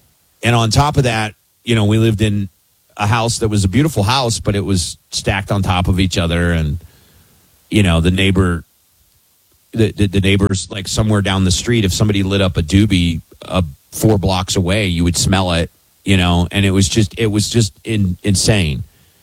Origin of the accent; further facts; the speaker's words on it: Kentucky, United States; also born or lived in Arizona; I grew up in Arizona and Kentucky. Kentucky is my home state. Arizona is kind of my other home because of my parents' missionary work.